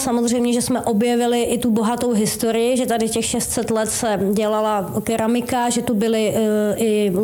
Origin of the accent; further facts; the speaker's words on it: Central Bohemian Region, Czechia; moved away as an adult; now in Levín, Czech Republic; my jinak pocházíme od Mníšku pod Brdy